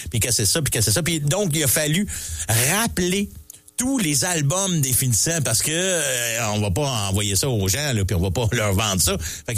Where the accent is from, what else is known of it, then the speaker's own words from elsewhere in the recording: Mont-Saint-Hilaire, Quebec, Canada; Moi, je viens de Saint-Hilaire, puis en face de la polyvalente, t'as de la montagne de Mont-Saint-Hilaire, puis t'as une paroi rocheuse.